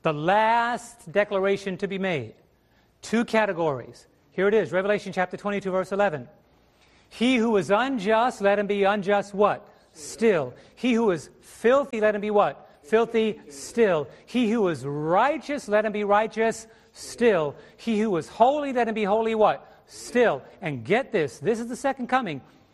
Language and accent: English; New York, United States; Let me take a breath. I'm a New Yorker.